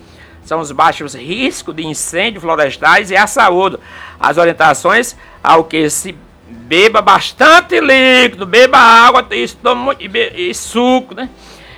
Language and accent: Portuguese; Joca Claudino, Paraíba, Brazil; Tem a minha querida Joga Claudino. Minha terra. Na nossa região aqui